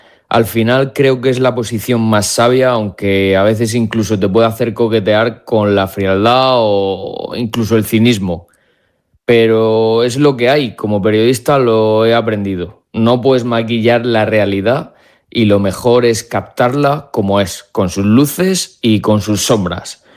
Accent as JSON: {"language": "Spanish", "town": "Molina de Segura", "region": "Region of Murcia", "country": "Spain", "also_born_or_lived": "Puebla de Don Fadrique, Granada", "moved": "yes", "lives_now": "Madrid, Spain", "said": "Siempre que puedo me escapo a Molina de Segura, a mi tierra murciana."}